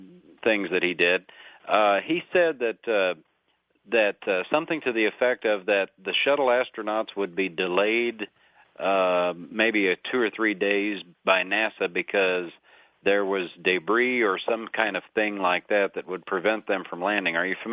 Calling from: Kansas City, Missouri, United States; I'm calling from KCMO in Kansas City, Missouri.

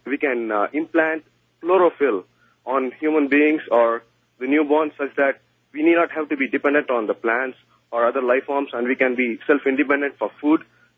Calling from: Wichita, Kansas, United States; I'm calling from Wichita, Kansas

